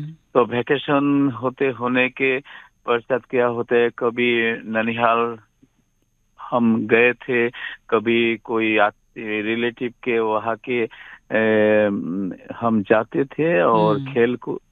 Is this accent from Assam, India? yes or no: yes; Ram Krishna Nagar, Assam, India; मेरा गांव का नाम है राम कृष्ण नगर, डिस्ट्रिक्ट है श्री भूमि, आसाम से ताल्लुकात है ना।